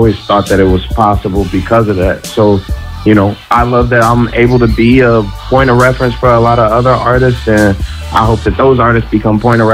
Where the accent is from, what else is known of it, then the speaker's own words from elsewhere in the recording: Chicago, Illinois, United States; I grew up in the Chicago hip-hop scene.